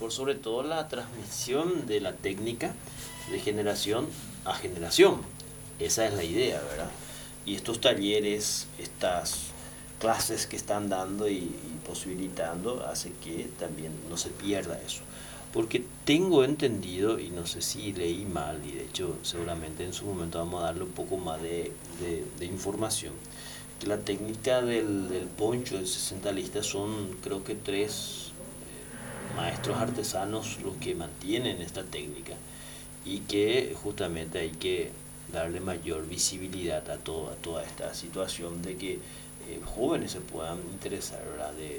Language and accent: Spanish; Pilar, Ñeembucú, Paraguay; nos enorgullece como paraguayos y principalmente como pilarenses